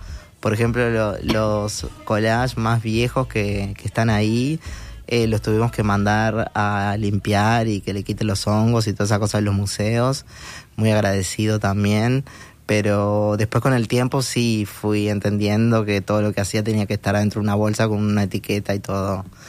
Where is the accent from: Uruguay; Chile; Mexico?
Uruguay; Tacuarembó; moved away; en el fondo soy un cantautor de Tacuarembó.